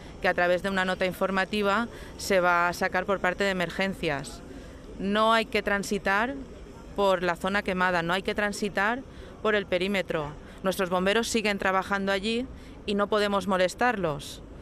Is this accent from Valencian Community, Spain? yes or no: yes; Castellón, Valencian Community, Spain; estoy en mi tierra, recuperar nuestra querida Sierra de Espadán y poder volver a disfrutarla, pues los que somos de aquí